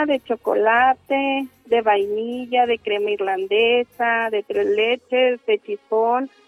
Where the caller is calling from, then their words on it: Mexico; De la colonia Benito.